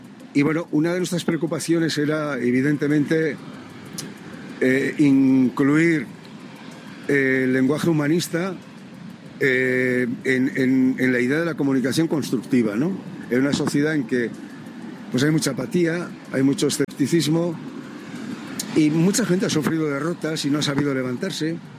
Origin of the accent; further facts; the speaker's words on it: Basque Country, Spain; las montañas de mi tierra, las montañas de Euskal Herria